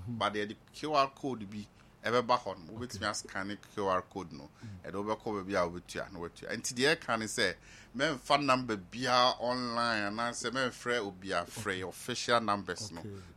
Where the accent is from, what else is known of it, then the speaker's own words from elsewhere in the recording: Ghana; Who's a me, a Ghanaian, and me, a patriotic Ghanaian.